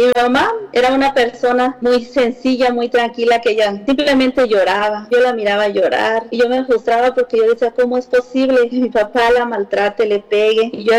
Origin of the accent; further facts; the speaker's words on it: Oaxaca, Mexico; soy allá de un pueblito chiquito allá del estado de Oaxaca, allá en la sierra.